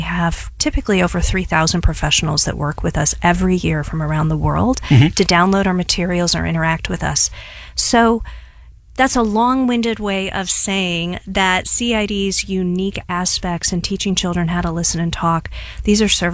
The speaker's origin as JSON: {"language": "English", "town": "St. Louis", "region": "Missouri", "country": "United States", "tie": "born or raised there", "said": "I grew up in St. Louis and I went away to college and I found myself back at home over a holiday break."}